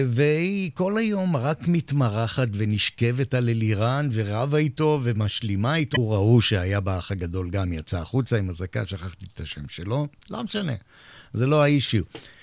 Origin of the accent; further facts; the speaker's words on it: Holon, Tel Aviv District, Israel; moved away as an adult; also born or lived in Bat Yam; הייתי חולוני בת ימי כזה, נולדתי כמובן, גרתי בחולון רוב שנות חיי עד שעברתי לכאן